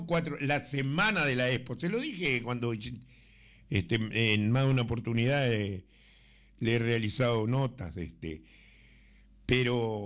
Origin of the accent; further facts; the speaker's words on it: Salto, Uruguay; Y soy salteño, no soy contra los salteños. No, soy salteño.